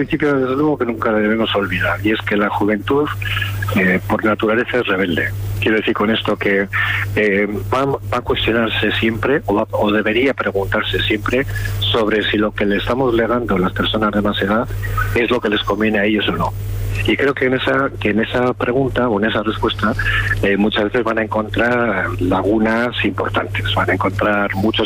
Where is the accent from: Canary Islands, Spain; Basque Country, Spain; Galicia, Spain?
Basque Country, Spain; yo provengo del País Vasco.